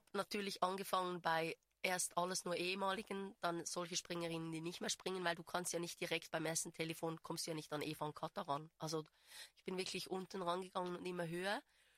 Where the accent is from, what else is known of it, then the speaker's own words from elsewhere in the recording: Einsiedeln, Schwyz, Switzerland; ich komme aus Einsiedeln